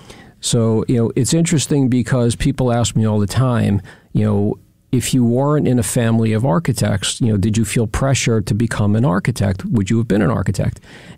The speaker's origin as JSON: {"language": "English", "region": "New York", "country": "United States", "tie": "born or raised there", "said": "I am born and raised on Long Island, product of the Half Hollow Hill School District."}